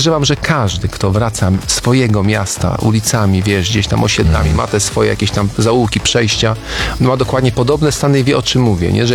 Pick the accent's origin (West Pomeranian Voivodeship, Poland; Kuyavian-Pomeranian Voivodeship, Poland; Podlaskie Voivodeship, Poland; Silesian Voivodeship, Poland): Kuyavian-Pomeranian Voivodeship, Poland; Bydgoszcz; Człowiek łapie taki sentyment do miejsca, z którego pochodzi. Ja jestem z Bydgoszczy